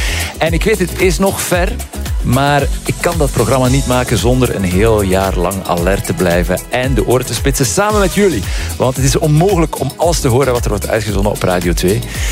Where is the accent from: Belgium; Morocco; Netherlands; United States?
Belgium; Knokke, Flanders; born there; Knokke, mijn geboorteplaats. Niet lang gewoond, maar toch genoeg om een leven lang de zee toch een speciale plek in mijn hart toe te kennen.